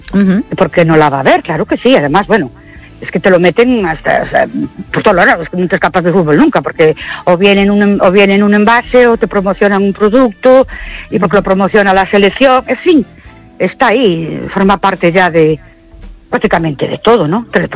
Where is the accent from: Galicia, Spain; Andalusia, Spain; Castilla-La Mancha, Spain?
Galicia, Spain; Ourense; Buenas noches … de Ourense.